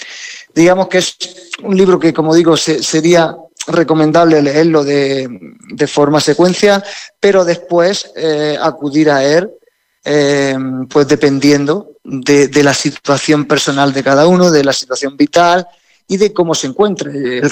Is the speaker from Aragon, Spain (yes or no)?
no; Caravaca de la Cruz, Region of Murcia, Spain; de aquí, de Caravaca de la Cruz, que es de donde yo soy.